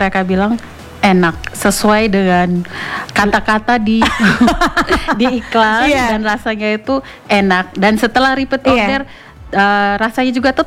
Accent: Ende, East Nusa Tenggara, Indonesia; Kebetulan saya orang ND.

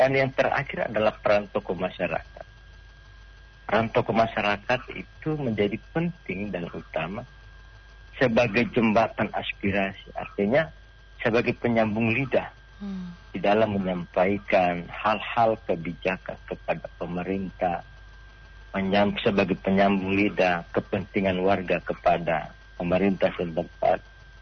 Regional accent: Gorontalo, Indonesia; Sebagai warga Gorontalo

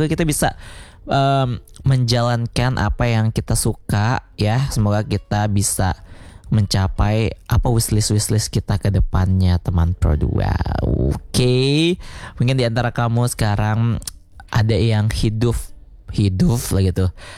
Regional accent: Lombok, West Nusa Tenggara, Indonesia; born there; What if aku gak terlahir di Lombok?

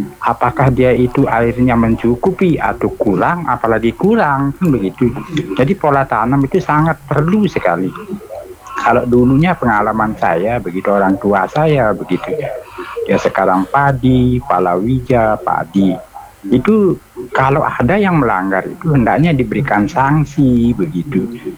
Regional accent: West Nusa Tenggara, Indonesia; Saya dari Lombok Utara niki, Pak.

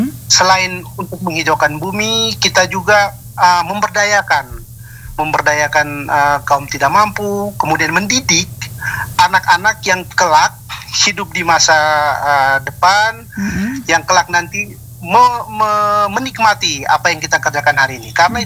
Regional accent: Flores, East Nusa Tenggara, Indonesia; kita orang Flores

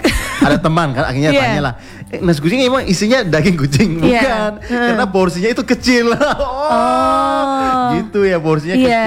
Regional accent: Eastern Indonesia, Indonesia; moved away as an adult; also born or lived in Jakarta; kita tuh orang timur

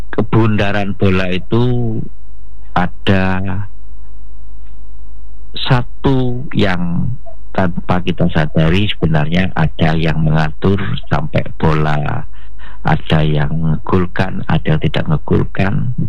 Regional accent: Jember, East Java, Indonesia; now in Kediri, Indonesia; saya itu berasal dari Jember, tidak pernah berpikir bisa nyampe di Kediri

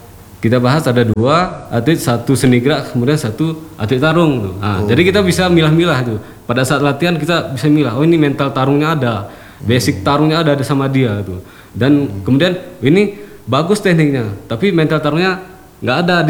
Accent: Aceh, Indonesia; born there; daerah kita yang kita cintai ini lahir di Aceh Tengah

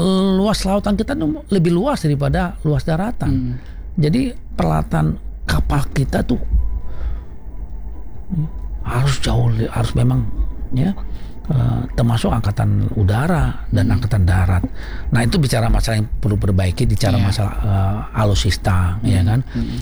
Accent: North Sumatra, Indonesia; kalau kita orang Batak, kita kan di sini kita ada 6 ya, 6 puak Batak ya

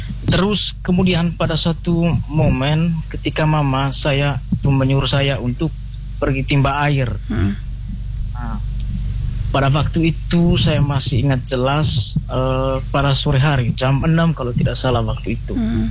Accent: Flores, East Nusa Tenggara, Indonesia; moved away; Saya berasal dari Flores, Kabupaten Manggarai Timur. Tepatnya saya itu lahir di Lerang, Desa Gololoni, Kecamatan Ranamese.

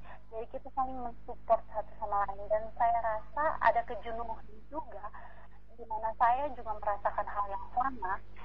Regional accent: East Nusa Tenggara, Indonesia; dari Unimor pun saya sendiri, dari NTT pun saya sendiri.

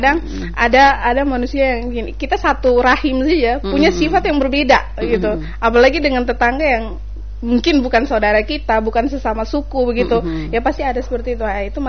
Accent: Alor, East Nusa Tenggara, Indonesia; Karena memang di Alor itu, saya kebetulan dari Alor. Di Alor itu kami bahkan dalam satu rumah itu banyak agamanya.

